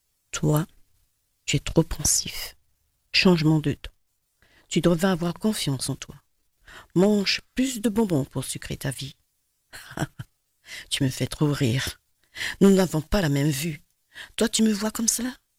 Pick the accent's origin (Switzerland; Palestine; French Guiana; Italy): French Guiana; je suis guyanaise.